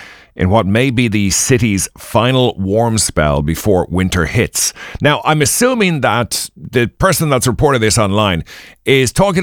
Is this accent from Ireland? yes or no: yes; Ireland; You know, as an Irish person, one thing that we love to talk about more than anything else, apart from a cup of tea, is the weather. Oh, Irish people, we love to talk about the weather.